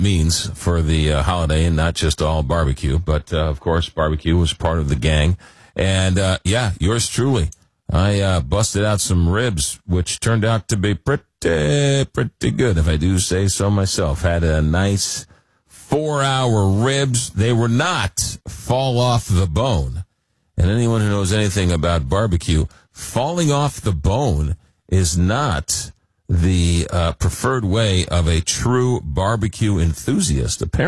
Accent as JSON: {"language": "English", "region": "East Coast", "country": "United States", "tie": "born or raised there", "lives_now": "St. Louis, United States", "said": "That's how I was raised, right? I didn't know what barbecue was growing up on the East Coast. I had to come to St. Louis in the Midwest to learn what good barbecue was all about."}